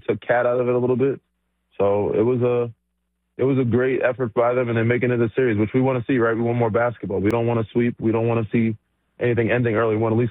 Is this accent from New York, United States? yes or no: yes; New York, United States; because of the fact that I am from New York and also was a Spurs